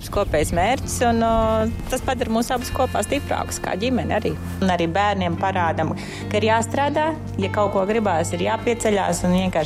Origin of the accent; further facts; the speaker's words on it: Sausnēja, Madona Municipality, Latvia; es esmu no Sausnājas, kas ir 10 km no Ērgļiem. Privāta māja, bet turpat bija skola, mamma bija skolotāja.